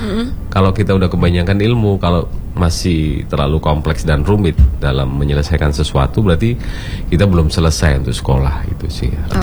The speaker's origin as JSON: {"language": "Indonesian", "town": "Pesanggeran", "region": "East Java", "country": "Indonesia", "tie": "born or raised there", "said": "karena saya pernah coba sih Kak, di desa saya sendiri, di desa Pesanggeran itu saya masih ingat tahun 2009 saya udah ngomongin hal-hal begini nih"}